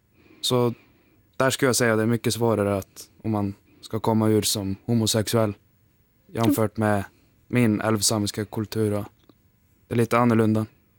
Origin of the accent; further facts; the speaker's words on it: Sweden; Väl, jag själv är ju älvsame.